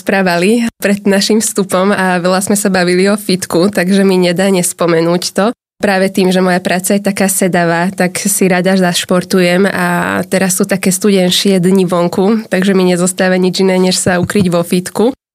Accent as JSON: {"language": "Slovak", "town": "Dubník", "region": "Nitra Region", "country": "Slovakia", "tie": "born or raised there"}